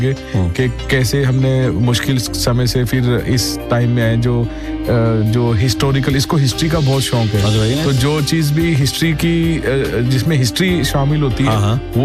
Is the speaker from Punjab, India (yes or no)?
yes; Anandpur Sahib, Punjab, India; तो हम लोग उसी धरती से हैं जहाँ पे इसकी शुरुआत हुई, अनंतपुर साहिब। तो अनंतपुर साहिब इज अवर तहसील, पहले तहसील अभी नंगल है